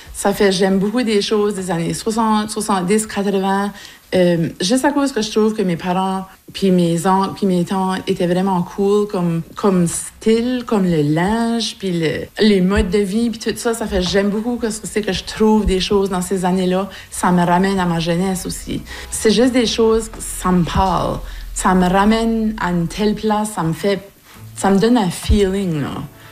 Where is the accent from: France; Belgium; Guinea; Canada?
Canada; Shediac Ridge, New Brunswick; now in Pleasant Ridge, Canada; J'ai 51 ans. Je suis originaire de Shediac Ridge, autrement connue maintenant comme Roserville. Puis j'habite Pleasant Ridge depuis 1998.